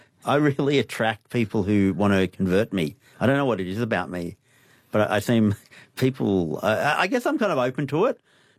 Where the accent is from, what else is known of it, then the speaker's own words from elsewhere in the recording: Australia; accent: Australian; I had to talk to him for a couple of minutes because he couldn't understand my Australian accent.